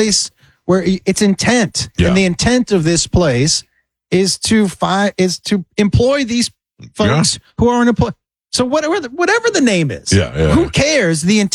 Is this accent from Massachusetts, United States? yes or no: yes; Boston, Massachusetts, United States; I'm from Boston, so I'm a Patriots fan.